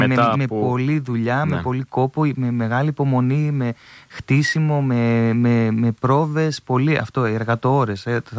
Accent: Thessaloniki, Central Macedonia, Greece; οι τραγουδιστές που είμαστε και από τη Θεσσαλονίκη

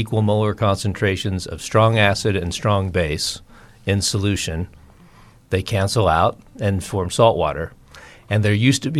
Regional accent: Olathe, Kansas, United States; I grew up outside of Kansas City in a suburb, so Olathe South High School.

